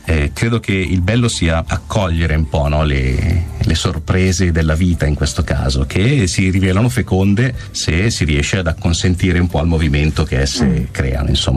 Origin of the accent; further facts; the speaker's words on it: Abbadia Lariana, Lombardy, Italy; La mia vita è sempre nel piccolo paese sul lago nel quale sono nato, a Badia Lariana.